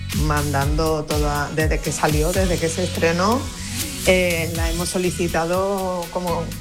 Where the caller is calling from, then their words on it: El Puerto de Santa María, Andalusia, Spain; del puerto de Santa María.